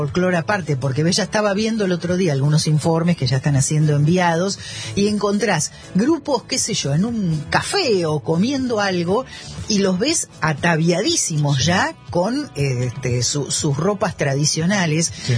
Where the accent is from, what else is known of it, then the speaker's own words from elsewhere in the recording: Bahía Blanca, Buenos Aires Province, Argentina; como bahienses y como argentinos